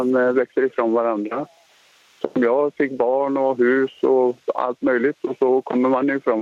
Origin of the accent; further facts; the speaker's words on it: Trollhättan, Västra Götaland County, Sweden; also born or lived in Finland; Jag är givetvis född i Finland, men sen så växte vi upp i Trollhättan.